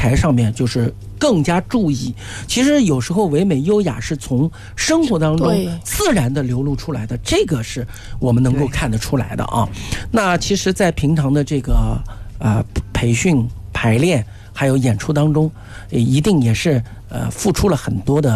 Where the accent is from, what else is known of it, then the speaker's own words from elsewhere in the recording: Nanjing, Jiangsu, China; 因为我们南京话真来斯